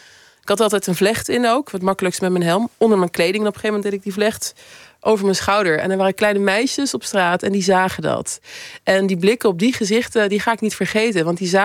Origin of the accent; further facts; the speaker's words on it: The Hague, South Holland, Netherlands; Ik kom uit Den Haag, dus ik ken Veteranendag vanaf het begin.